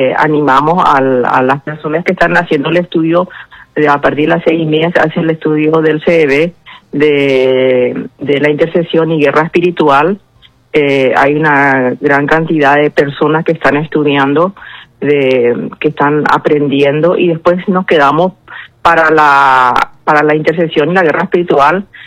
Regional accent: Paraguay

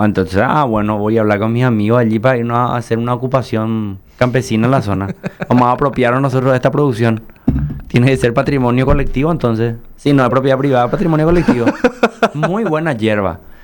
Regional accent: Paraguay; Sí, somos paraguayos.

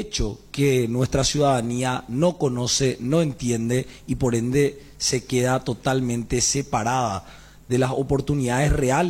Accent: Asunción, Paraguay; Yo soy asunceno y soy candidato a concejal

